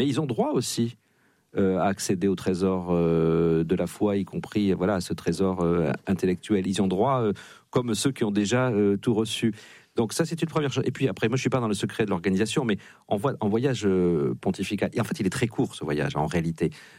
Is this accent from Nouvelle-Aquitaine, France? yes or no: yes; Nouvelle-Aquitaine, France; ou encore plus venir du côté de chez moi dans le Béarn, où il a aussi des racines.